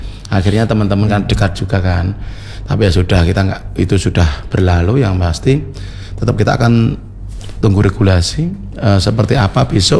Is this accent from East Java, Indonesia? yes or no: no; Papua, Indonesia; Pasti kan kalau Persibola di Jogja kan pasti banyak kawan-kawan kita orang Papua kan di sana.